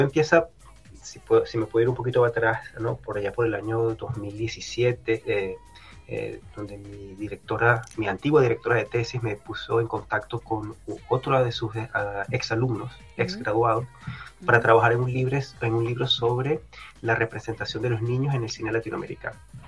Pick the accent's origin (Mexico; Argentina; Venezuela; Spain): Venezuela; moved away as an adult; now in Canada; yo soy de Venezuela.